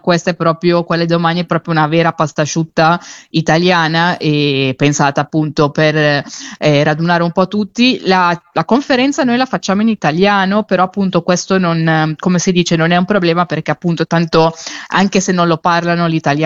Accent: Malnate, Lombardy, Italy; ma poi nel senso a me fa ridere, perché pure io sono di Varese, io sono di Malnate, cioè quindi penso veramente che uno va dall'altra parte del mondo e si trova uno che viene dalla tua stessa provincia.

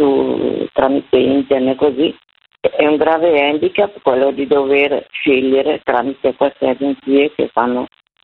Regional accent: Milan, Lombardy, Italy; Sono di Milano, okay. Io ho 75 anni, sono abbastanza fortunata

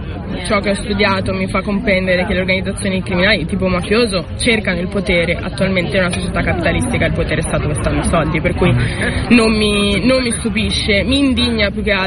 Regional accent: Milan, Lombardy, Italy; in quanto milanese

